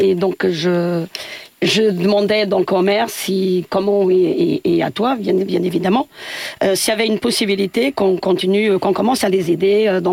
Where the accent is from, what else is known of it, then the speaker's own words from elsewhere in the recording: Santa Comba, Viseu, Portugal; puisque moi je suis originaire donc du Portugal. Je viens d'un petit village où tout le monde s'entraide.